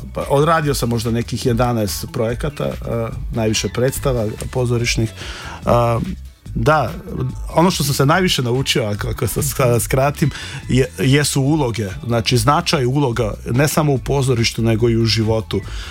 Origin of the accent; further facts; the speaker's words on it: Ljubljana, Central Slovenia, Slovenia; Ja sam živeo u više delova Ljubljane, ja sam dete iz tada istočnog pregrađa Moste, ja sam iz Most, ali kasnije sam živio u centru i sada živim na Kolezi.